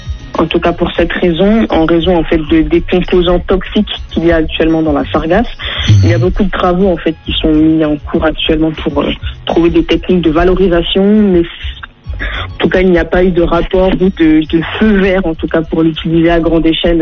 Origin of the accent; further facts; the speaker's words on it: France; moved away as an adult; now in Martinique, France; Je suis née, j'ai grandi en Hexagone.